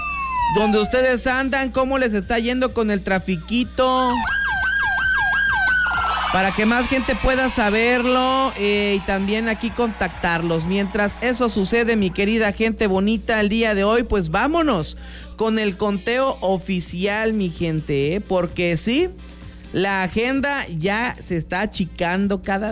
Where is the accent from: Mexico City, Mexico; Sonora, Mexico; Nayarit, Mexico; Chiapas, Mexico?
Chiapas, Mexico; somos mexicanos, los chiapanecos.